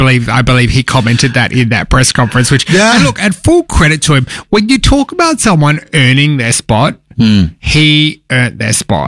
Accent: Adelaide, South Australia, Australia; I am originally from South Australia and I grew up most of my time in Adelaide. My family is still back there.

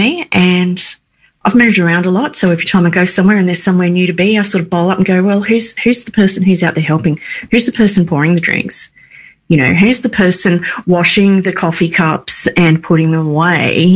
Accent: Tasmania, Australia; So I grew up in Tasmania, for people that haven't heard me go on about that constantly. Sometimes I'm proud of it and sometimes it's a burden.

